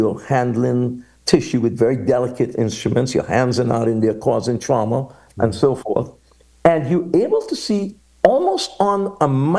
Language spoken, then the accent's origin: English; Antigua & Barbuda; moved away; I'm from Antigua, you know.